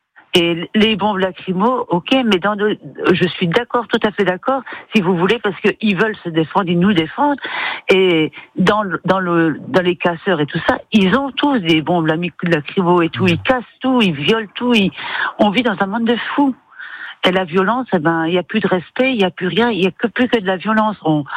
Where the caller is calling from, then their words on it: Vittel, Grand Est, France; Je suis de Vittel, oui.